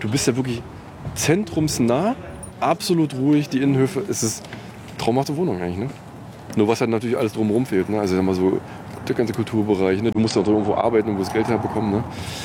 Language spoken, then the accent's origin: German; Eisenhüttenstadt, Brandenburg, Germany; born or raised there